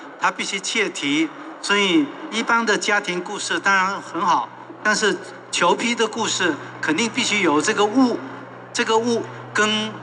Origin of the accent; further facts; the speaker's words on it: Chaoshan, Guangdong, China; moved away; 我是潮汕人